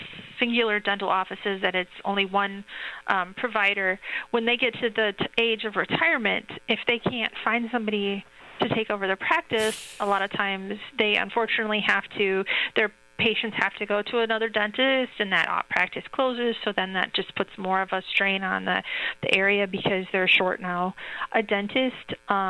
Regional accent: Norwalk, Wisconsin, United States; I grew up in Norwalk, Wisconsin, which is a very small town, mm-hmm. and I moved back basically to the same area.

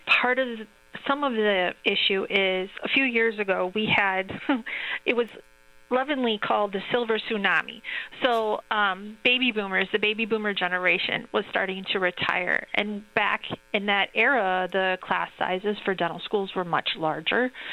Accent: Norwalk, Wisconsin, United States; I grew up in Norwalk, Wisconsin, which is a very small town, mm-hmm. and I moved back basically to the same area.

